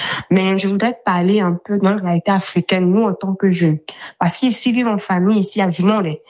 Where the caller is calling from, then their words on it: Abidjan, Côte d’Ivoire; je vis à Abidjan, Côte d'Ivoire. J'ai fait 4 ans, j'aurai bientôt 25 ans en octobre prochain et je vis toujours en famille, c'est-à-dire avec mes parents.